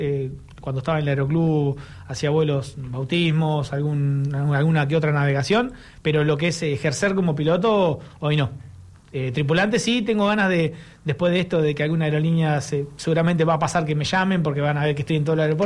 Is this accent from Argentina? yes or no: yes; Junín, Argentina; moved away; Yo soy nacido y criado en Junín